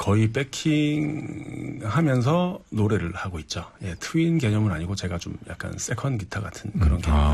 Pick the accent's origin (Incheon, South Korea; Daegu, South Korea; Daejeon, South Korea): Daegu, South Korea; accent: Daegu dialect; 저는 그냥 대구 토박이고